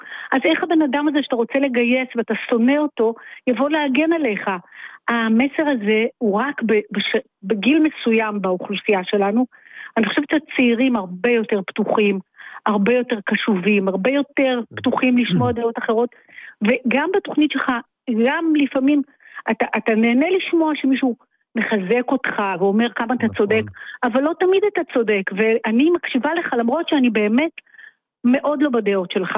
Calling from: Northern Israel, Israel

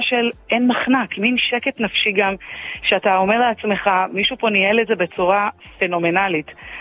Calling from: the Krayot, Haifa District, Israel; אני מהקריות.

